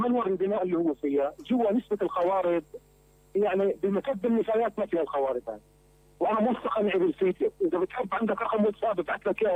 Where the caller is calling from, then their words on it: Homs, Homs Governorate, Syria; من مدينه حمص.